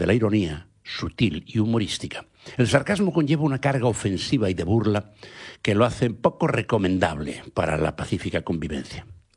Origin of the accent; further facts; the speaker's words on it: Galicia, Spain; mi patria chica, Galicia. En el lugar donde hasta no a mucho se creía que el mundo se acababa y no había nada más allá, non plus ultra que decían los antiguos, los gallegos somos bastante duchos en el uso de la retranca en las conversas cotidianas